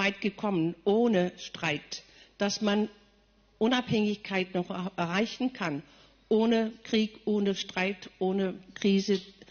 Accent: Greenland; first language Greenlandic; German is a second language; Dänisch als meine zweite Sprache. Erste Sprache ist Grönländisch, das ist eine Inuit-Sprache. Das ist unsere erste Sprache, das ist auch die einzige offizielle Sprache Grönlands seit 2009.

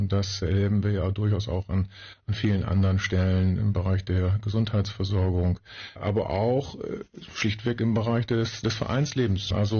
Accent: Germany; Ich bin Urfahreler, also richtig in Fahreln geboren, im Jahre 1964 und habe in Fahreln die Schule besucht, das Gymnasium, bin dort aufgewachsen

